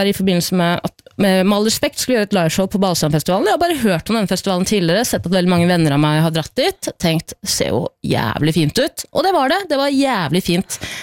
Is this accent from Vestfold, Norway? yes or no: yes; Vestfold, Norway; Og det også da i Vestfold, som er min, det er jo der jeg kommer fra. Jeg gikk også på videregående i Horten, jeg vil slå et slag for liksom hjembyen.